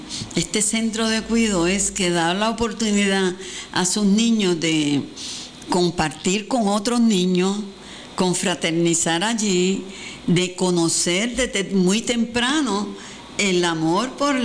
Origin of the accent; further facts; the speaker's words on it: San Germán, Puerto Rico; Yo soy de San Germán, yo soy de la ciudad donde la universidad ha graduado tanta más gente, donde hemos recibido del mundo entero estudiantes